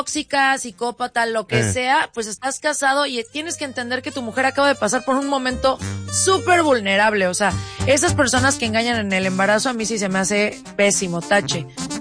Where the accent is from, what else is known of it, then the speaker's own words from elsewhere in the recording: Mexico; yo soy mexicana